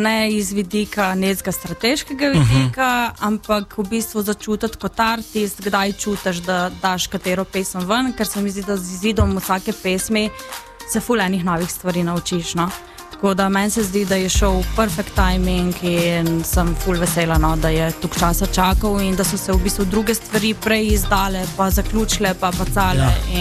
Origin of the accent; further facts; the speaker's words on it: Novo Mesto, Lower Carniola, Slovenia; ko slišijo, da sem iz Nogamesta